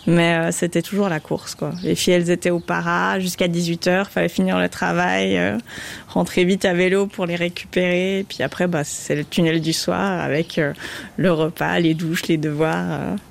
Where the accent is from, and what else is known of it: Jura, Switzerland